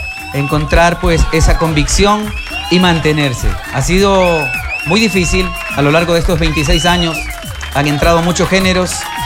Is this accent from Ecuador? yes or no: yes; Ecuador; con ese orgullo de decir que somos ecuatorianos